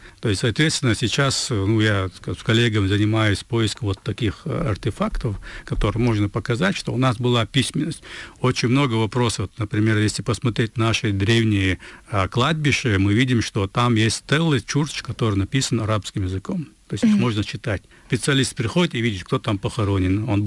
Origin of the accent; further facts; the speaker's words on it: Chechnya, Russia; я, как каллиграф из Чечни